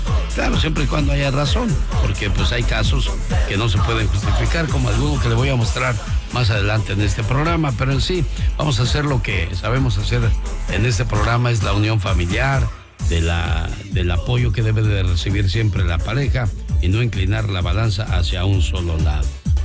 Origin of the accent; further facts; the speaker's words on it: Chihuahua, Mexico; por no decir que soy de San Pendécuaro, Chihuahua.